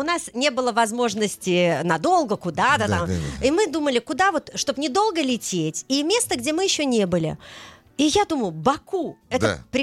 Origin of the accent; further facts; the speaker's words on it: Israel; Всегда мы говорим, что из Израиля